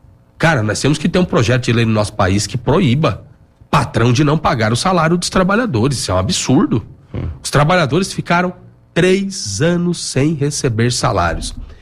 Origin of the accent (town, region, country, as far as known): Brazil